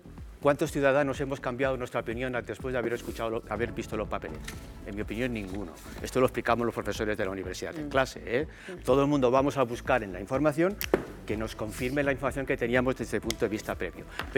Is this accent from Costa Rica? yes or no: no; Spain